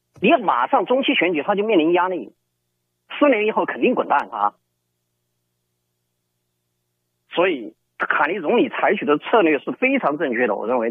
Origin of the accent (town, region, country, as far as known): China